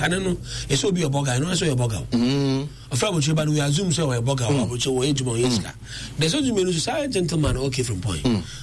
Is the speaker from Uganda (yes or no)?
no; Tafo, Ashanti, Ghana; Oh, so I'm a Tafo boy. I'm born and bred in Tafo.